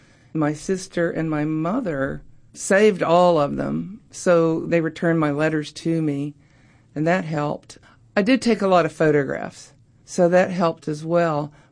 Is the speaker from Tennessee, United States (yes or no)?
yes; Oak Ridge, Tennessee, United States; the geography part comes from my home where I grew up in East Tennessee. I grew up in Oak Ridge